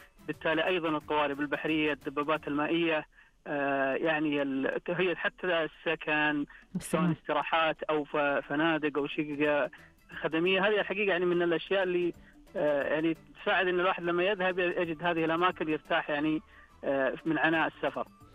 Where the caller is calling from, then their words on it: Medina, Medina Province, Saudi Arabia; أنا من المدينة المنورة.